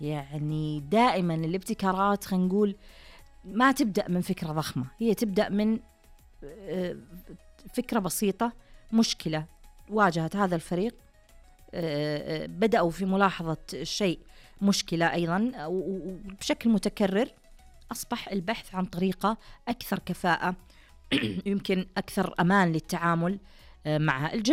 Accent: Saudi Arabia

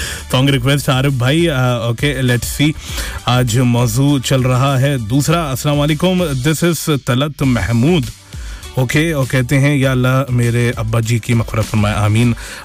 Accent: Azad Kashmir, Pakistan; now in Qatar; मैं पाकिस्तान आज़ाद कश्मीर से हूँ. कतर में मुझे 2 साल हो गए हैं.

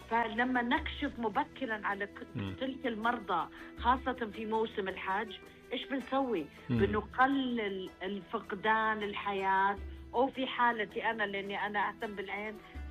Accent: Saudi Arabia; المفروض نفتخر كسعوديين.

